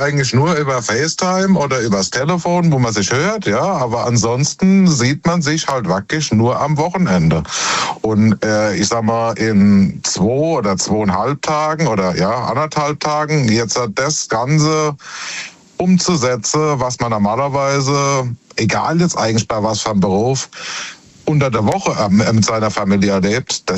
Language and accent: German; Worms, Rhineland-Palatinate, Germany; Ich bin aus Worms.